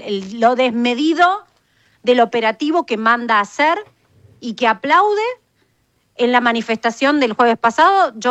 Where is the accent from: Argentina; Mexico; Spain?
Argentina